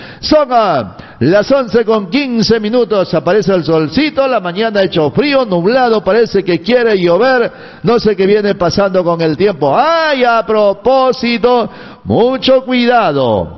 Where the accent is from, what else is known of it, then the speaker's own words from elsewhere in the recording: Peru; somos olvidadizos peruanos